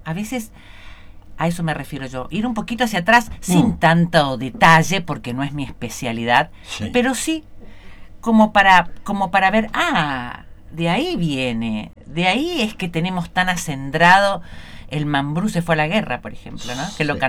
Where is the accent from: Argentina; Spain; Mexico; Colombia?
Argentina; Nuestra realidad, nuestra identidad como argentinos.